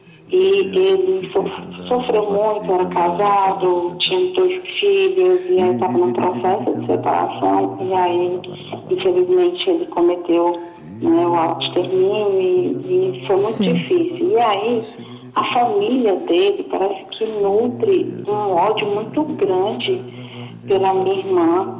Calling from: Fortaleza, Ceará, Brazil; Eu falo aqui de Fortaleza.

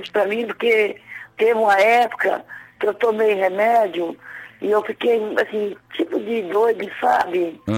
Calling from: Coronel Fabriciano, Minas Gerais, Brazil; De Coronel Fabriciano

